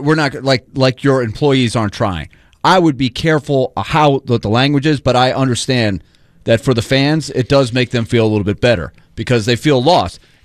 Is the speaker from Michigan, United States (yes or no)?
no; Houston, Texas, United States; I know I'm from Houston, but I'm here every day. I got a place here.